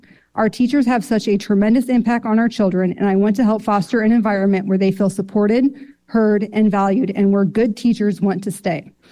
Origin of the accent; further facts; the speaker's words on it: Hamlet, Indiana, United States; I was born and raised in Hamlet and graduated from Oregon Davis, class of 2004.